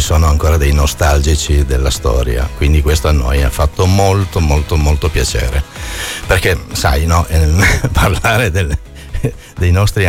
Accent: Turin, Piedmont, Italy; Sono nato a Torino, ho sempre vissuto in Piemonte, ho fatto le scuole in Piemonte

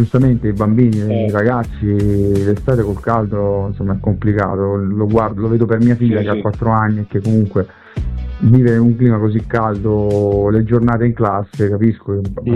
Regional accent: Apulia, Italy; born or raised there; moved away

